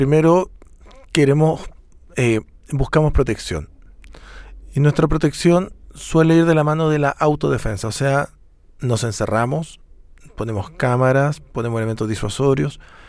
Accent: Chile

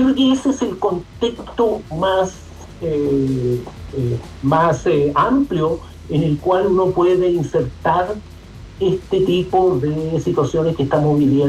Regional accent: Chile; el espejo de los chilenos.

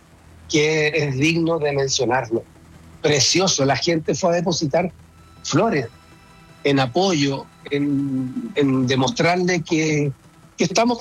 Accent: Chile; now in Norway; Y yo no veo por dónde se pueda perder nuestro acento. Tampoco, no en absoluto. Sí. No, y estoy al día. Yo voy todos los años a Chile, tengo parte de mi familia allá, parte de mi familia acá, y todo sigue igual, y estoy al día con mi Chile lindo

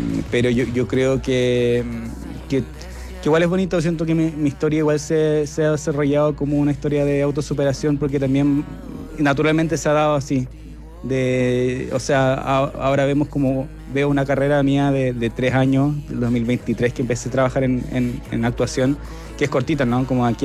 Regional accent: north, Chile; Mi familia es de Copiapó. Yo me crié en todas las ciudades del norte, excepto en Copiapó.

